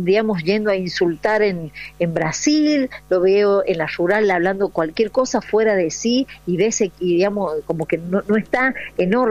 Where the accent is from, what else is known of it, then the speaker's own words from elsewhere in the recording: La Rioja, Argentina; yo soy de La Rioja, estoy acá, bueno, voy al Congreso